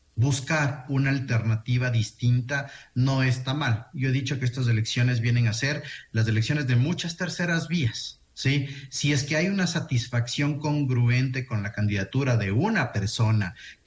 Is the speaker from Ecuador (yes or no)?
yes; Ecuador; como ecuatorianos creo que estamos en un momento en el cual tenemos una polarización inducida